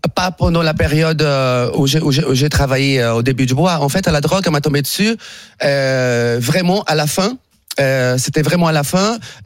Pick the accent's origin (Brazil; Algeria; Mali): Brazil; now in France; chez moi au Brésil, dans ma ville.